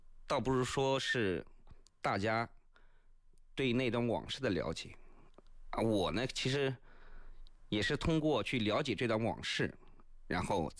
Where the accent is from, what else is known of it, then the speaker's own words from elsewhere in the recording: Anhui, China; moved away as an adult; now in Taiwan; 因为我的家乡呢，在我们属于大别山嘛，皖西，我又在远方，所以有一种思念家乡，站在祖国的宝岛眺望了家乡的远山的那种感觉，